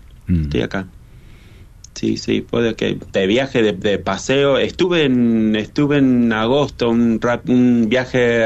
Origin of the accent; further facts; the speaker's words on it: Villa Gobernador Gálvez, Santa Fe, Argentina; now in Dallas, United States; Los dos crecimos en Villa Bernador Gálvez